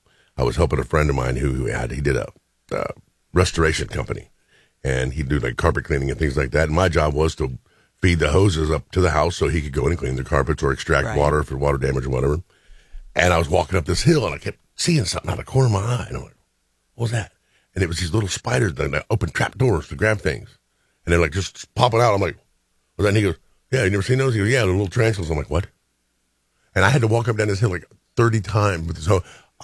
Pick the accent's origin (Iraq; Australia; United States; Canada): United States; Indiana; I'm a kid from Indiana.